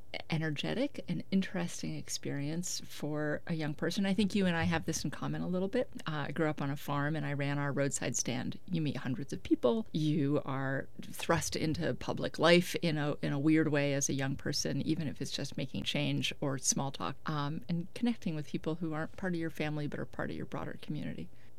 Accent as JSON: {"language": "English", "region": "East Coast", "country": "United States", "said": "So I'm from the East Coast. We just called it fried dough."}